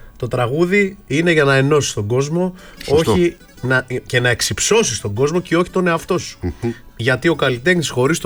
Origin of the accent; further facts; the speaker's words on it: Aliveri, Central Greece, Greece; moved away; Γιατί είμαι από την Εύβοια, γεννήθηκα